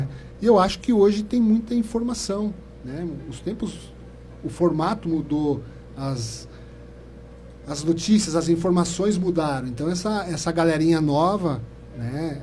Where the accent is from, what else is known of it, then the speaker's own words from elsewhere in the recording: Brazil; nós somos o país do futebol